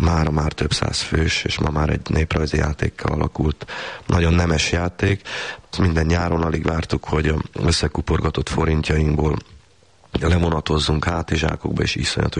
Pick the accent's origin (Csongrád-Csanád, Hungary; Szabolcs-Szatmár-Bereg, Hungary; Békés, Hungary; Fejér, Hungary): Fejér, Hungary; A Martonvásártól van 2-3 kilométer, hát ma már lassan összeépül az én kedves falum.